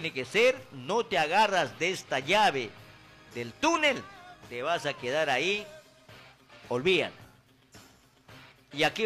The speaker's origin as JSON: {"language": "Spanish", "country": "Peru", "said": "siempre defiendo a mi pueblo, llamado Perú, y a mi pueblo, y a mi región donde vivo"}